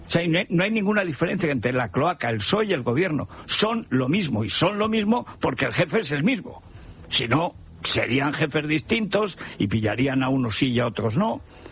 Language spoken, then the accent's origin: Spanish; Albarracín, Aragon, Spain; O sea, la gente que vaya ahora a mi pueblo, a González, a Albarracín, pues lo que ve es qué bien se come en el monte.